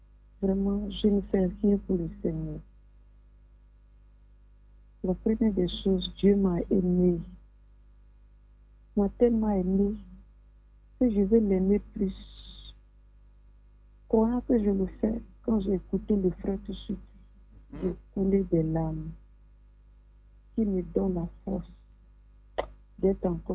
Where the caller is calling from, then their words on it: Abidjan, Côte d’Ivoire; J'appelle de Port-Boué, Casier, Jean-Foly.